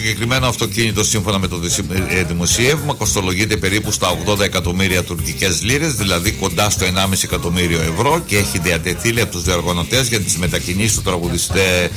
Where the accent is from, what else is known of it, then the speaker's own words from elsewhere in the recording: Greece; Ναι, είμαι συγκινημένος πολύ σαν Έλληνας.